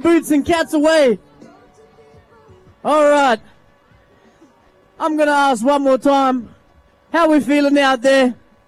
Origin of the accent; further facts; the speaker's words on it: Darwin, Northern Territory, Australia; Well, I'm from Darwin.